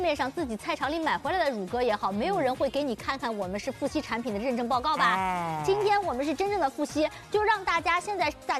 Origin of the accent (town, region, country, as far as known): Shanghai, China